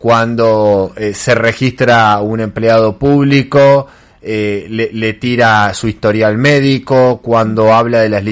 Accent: Tostado, Santa Fe, Argentina; moved away; Y en Tostado, por ejemplo, ¿no? Que es el lugar de donde vengo.

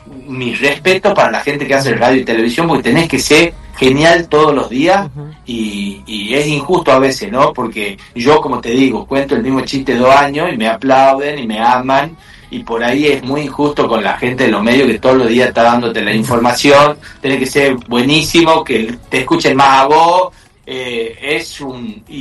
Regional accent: San Miguel de Tucumán, Tucumán, Argentina; yo nazco en el 78 acá en Tucumán

